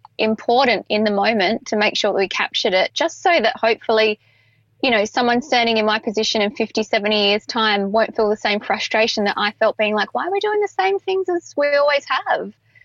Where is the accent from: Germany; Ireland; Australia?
Australia; Perth, Western Australia